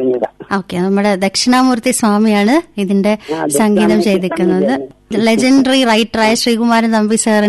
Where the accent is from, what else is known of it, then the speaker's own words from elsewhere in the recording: Thiruvananthapuram, Kerala, India; ഞാൻ ട്രിവാൻഡ്രംകാരിയാണ്.